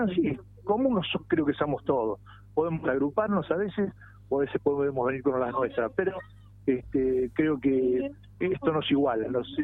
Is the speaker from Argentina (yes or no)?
yes; Argentina; como un argentino más, que soy orgulloso de ser argentino y soy hijo de trabajadores